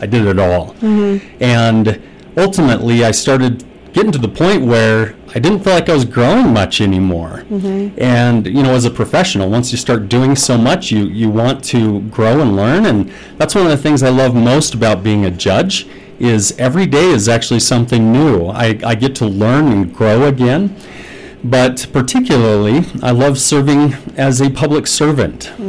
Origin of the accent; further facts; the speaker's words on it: Liberty, Idaho, United States; I am from Liberty, actually, just here in Bear Lake. I grew up here, and my father was actually